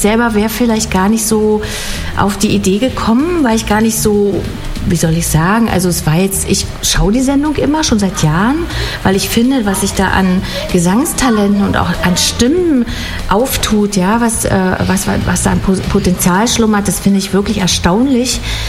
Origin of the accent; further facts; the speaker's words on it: Frankfurt, Brandenburg, Germany; Ich freue mich sehr, hier zu sein, in meiner Heimatstadt natürlich. Ich habe hier schon ein ganz erfülltes Herz. Beim Blick aus dem Fenster über Frankfurt-Oder ist echt toll.